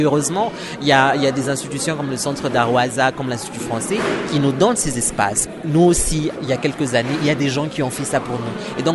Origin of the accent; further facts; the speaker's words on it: DR Congo; Par exemple, je suis un artiste et je vis de l'art et je suis congolais.